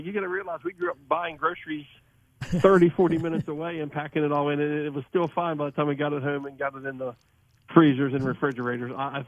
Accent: West Virginia, United States; now in Ohio, United States; I've lived in Ohio for so long that I'm from West Virginia, but I live in Ohio, I guess is how I usually say it now.

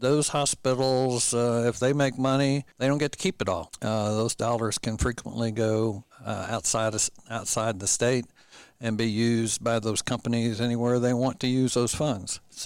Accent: St. Louis, Missouri, United States; moved away; also born or lived in Middletown, Ohio / Houston / Baton Rouge / Memphis; grew up in St. Louis, Missouri, and although I was born in Middletown, Ohio, not too far from Dayton, but my dad had to move to St. Louis for a job and ended up growing up there

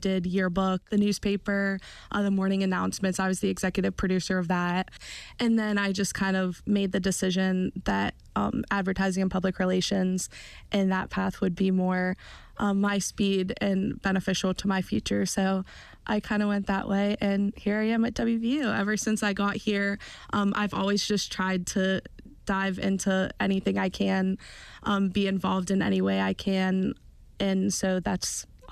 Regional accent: Weirton, West Virginia, United States; now in Morgantown, United States; I'm from Weirton, West Virginia. So born and raised in West Virginia. I feel like I've more associated myself with like Pittsburgh and kind of like the Ohio Valley area

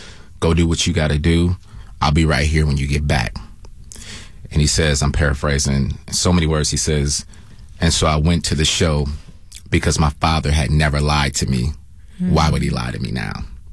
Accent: England, United Kingdom; Listen, I'm an English guy.

